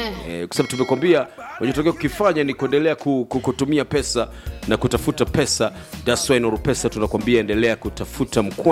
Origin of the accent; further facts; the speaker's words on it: Kigamboni, Dar es Salaam, Tanzania; so asili yangu mwanangu kutoka Dar es Salaam Kigamboni.